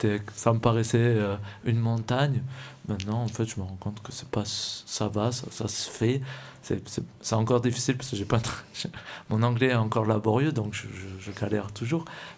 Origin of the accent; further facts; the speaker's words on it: France; moved away as an adult; quand j'étais en France. Enfin, j'étais pas... Comme j'étais chez moi, dans ma ville natale